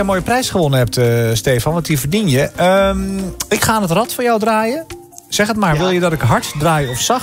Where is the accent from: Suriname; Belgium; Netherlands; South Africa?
Netherlands; Rotterdam, South Holland; moved away; also born or lived in Heerhugowaard; ik ben een Rotterdammer